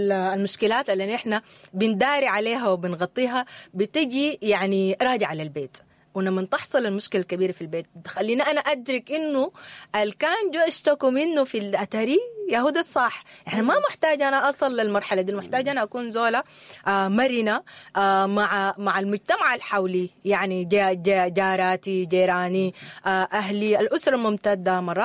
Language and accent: Arabic; Sudan; احنا بجد يعني كمجتمع سوداني